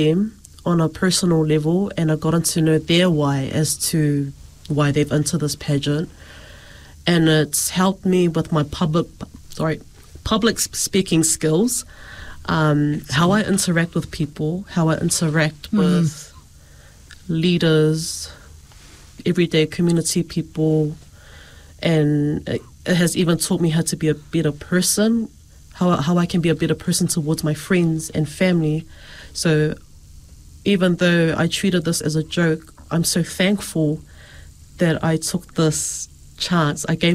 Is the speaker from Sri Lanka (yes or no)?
no; Auckland, New Zealand; I grew up in East Auckland.